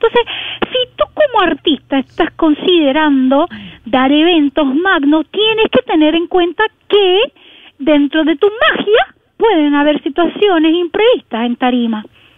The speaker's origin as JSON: {"language": "Spanish", "country": "Argentina", "said": "burda es venezolano, yo soy argentina"}